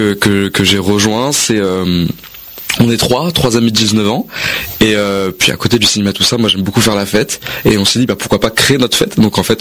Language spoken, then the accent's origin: French; Taverny, Île-de-France, France; Oui, depuis que j'ai 3 ans, que des souvenirs à Taverny, toute mon enfance était à Taverny